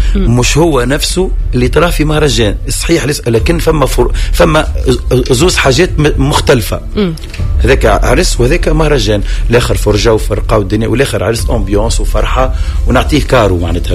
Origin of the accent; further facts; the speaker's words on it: Tunisia; انا كفنان تونسي